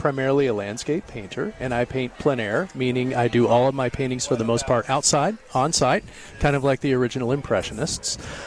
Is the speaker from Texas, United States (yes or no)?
yes; Texas, United States; also born or lived in Los Angeles / Chicago; So I'm originally from Texas.